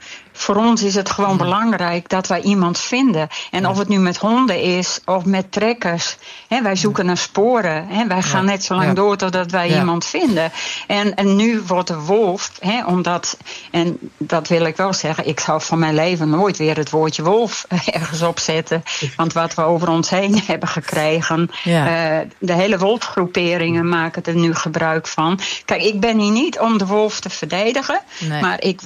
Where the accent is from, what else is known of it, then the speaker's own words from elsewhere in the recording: Friesland, Netherlands; Hey, ik ben zelf een Fries, bij ons in het dorp en gebeurt dat ook.